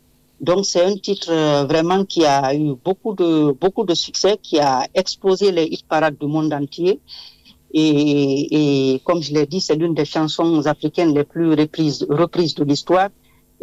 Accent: Guinea; D'abord, je suis d'origine de la Guinée, donc c'est un pays francophone.

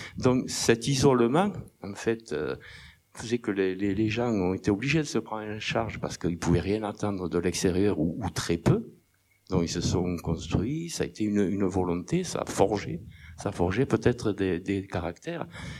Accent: Clermont-l'Hérault, Occitanie, France; born there; mon grand-père habitait Clermont-l'Hérault, mes grands-parents. Et moi, j'étais pas d'Octon, mais bon, j'étais né à Clermont.

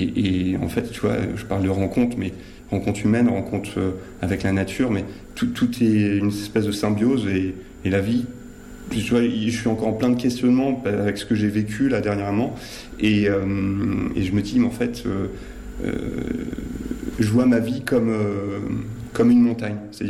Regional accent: Provence-Alpes-Côte d'Azur, France; also born or lived in Seine-Maritime; Alors, je suis natif de Seine-Maritime, de Normandie. Mes parents ont été mutés dans les Hautes-Alpes.

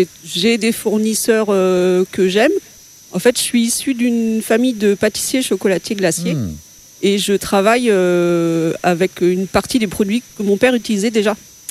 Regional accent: Normandy, France; moved away; moi je suis normande en plus d'origine.

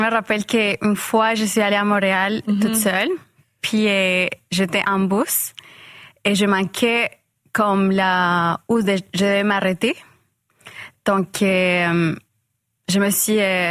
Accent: Colombia; French is a second language; moved away as an adult; now in Quebec, Canada; après je suis retournée en Colombie.

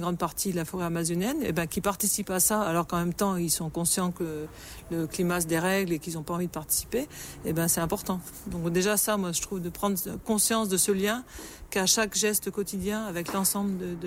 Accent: the Alps, France; par exemple dans mon pays, moi je viens des Alpes, on brûlait pour débarrasser l'herbe, on brûlait.

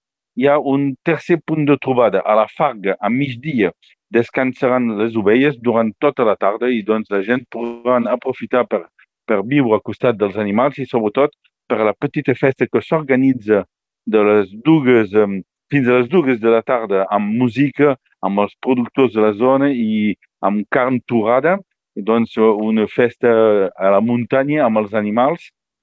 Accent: Vilafranca de Conflent, Occitania, France; tot el dia, doncs, Buits de Graner a Vilafranca de Conflent, al meu poble.

